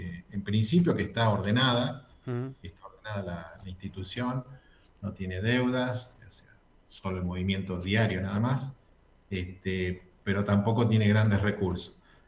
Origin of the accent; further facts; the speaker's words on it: Carcarañá, Santa Fe, Argentina; moved away; Te decía que soy de Carcarañá.